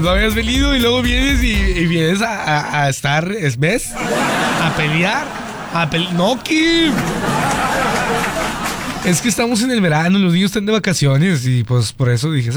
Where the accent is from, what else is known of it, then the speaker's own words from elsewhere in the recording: Montemorelos, Nuevo León, Mexico; Así somos los de Montemorelos, somos güeros.